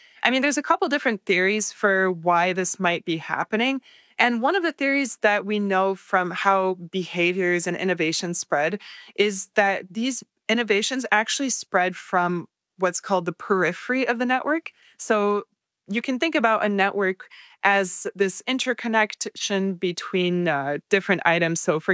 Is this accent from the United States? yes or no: no; Paris, Île-de-France, France; moved away; I'm originally from Paris in France, and I feel like every summer I go back and I see a new cocktail on the menu that's popular.